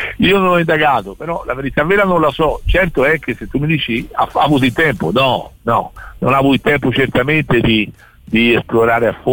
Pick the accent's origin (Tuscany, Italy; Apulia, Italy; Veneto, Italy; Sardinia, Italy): Tuscany, Italy; siamo toscani